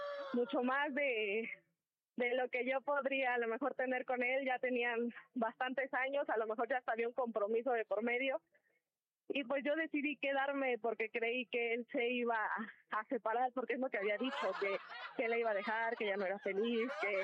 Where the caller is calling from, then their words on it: Tlalpan, Mexico City, Mexico; Tengo 25 años y soy de Tlalpan